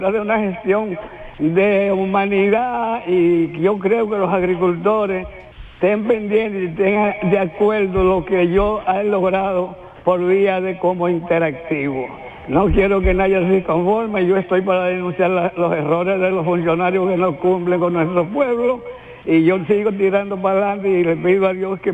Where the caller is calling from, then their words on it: Villa Jaragua, Bahoruco, Dominican Republic; aquí en Villa Jaragua